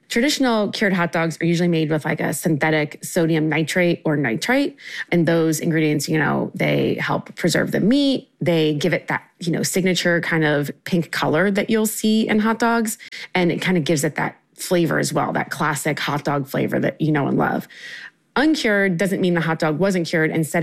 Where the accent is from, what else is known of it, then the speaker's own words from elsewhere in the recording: Maryland, United States; Yeah, you know, I grew up in Maryland. My dad's Iranian, my mom's Italian.